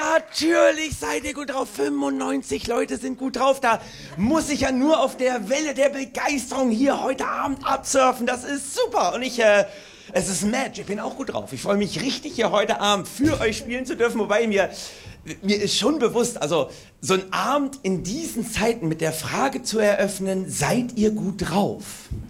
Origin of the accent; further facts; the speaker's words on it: Berlin, Germany; das ist für mich als Berliner wirklich in diesem Jahr keine Selbstverständlichkeit.